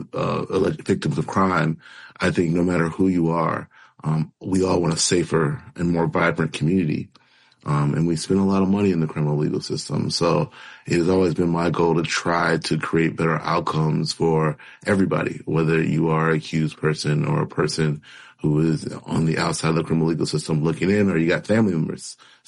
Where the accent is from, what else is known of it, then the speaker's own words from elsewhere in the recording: Chicago, Illinois, United States; I was born in South Shore and raised in West Pullman and currently reside in Morgan Park.